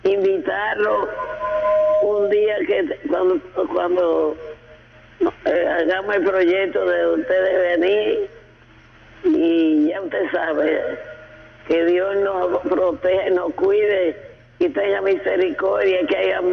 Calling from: Navarrete, Santiago, Dominican Republic; Para mi pueblo Navarrete

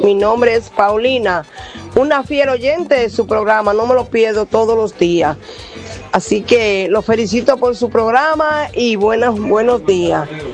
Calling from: San Francisco de Macorís, Duarte, Dominican Republic; Le hablo desde San Francisco de Macorís

